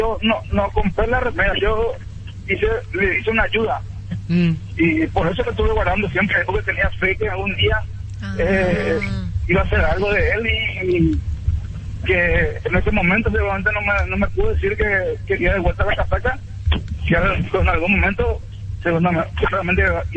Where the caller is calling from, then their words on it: San Lorenzo, Central, Paraguay; Claro que sí, yo en Reducto, sí. Soy de Reducto, soy casi vecino de eso.